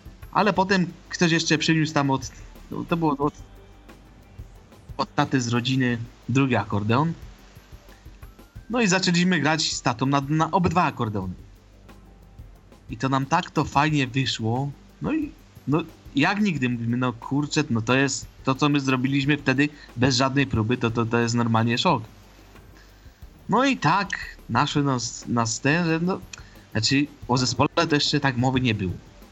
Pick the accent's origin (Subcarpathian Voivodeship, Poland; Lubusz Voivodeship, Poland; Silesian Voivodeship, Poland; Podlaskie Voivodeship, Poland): Silesian Voivodeship, Poland; Ożarowice; Ja pochodzę z Ożarowic, to jest Górny Śląsk. Jakby ktoś wiedział, to jest port lotniczy Pyrzowice, 2 km do portu